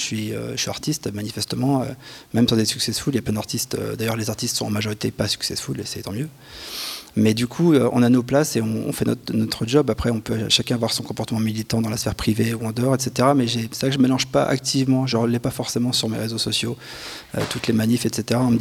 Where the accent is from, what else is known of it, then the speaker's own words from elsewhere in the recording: Brittany, France; moi je suis de Bretagne